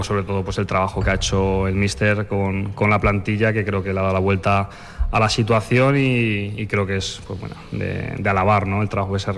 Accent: Valencia, Valencian Community, Spain; yo soy de aquí, de Valencia, del barrio

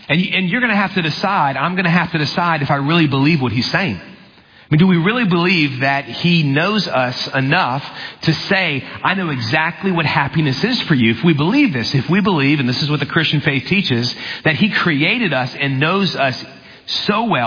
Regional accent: New Orleans, Louisiana, United States; I grew up in the New Orleans area.

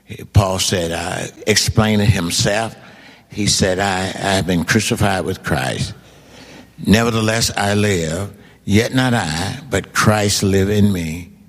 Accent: Mississippi, United States; because I was coming from Mississippi. And I remember that we had been semi-slaves, so I understood that.

